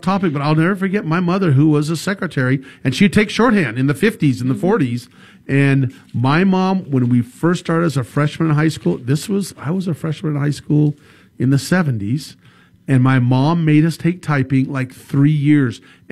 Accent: Sacramento, California, United States; I will never forget when I grew up in Sacramento back when it was, you know, there was newer houses in the early 60s.

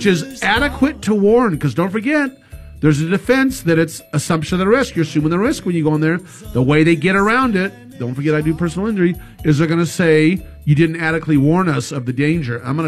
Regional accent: California, United States; obviously we're from California, and I have Southern California offices and a home down in Southern California and then Northern California

